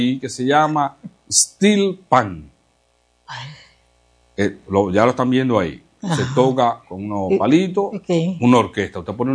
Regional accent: Baní, Peravia, Dominican Republic; yo soy de Baní

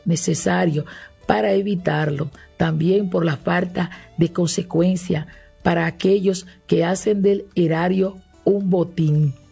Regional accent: Dominican Republic

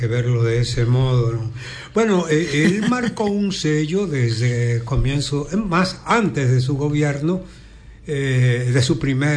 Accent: Dominican Republic; nos toca seguir observando como vegano, como dominicano, todos los dominicanos

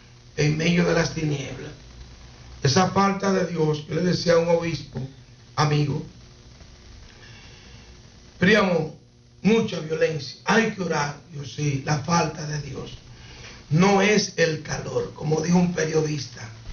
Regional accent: Tamboril, Santiago, Dominican Republic; Tamboril es mi pueblo natal.

